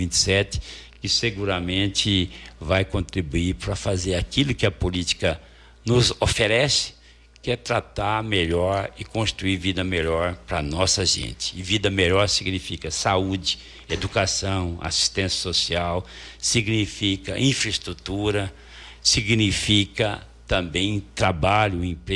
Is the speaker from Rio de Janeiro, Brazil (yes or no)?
no; Córrego Danta, Minas Gerais, Brazil; born there; now in Mato Grosso do Sul, Brazil; Sou mineiro.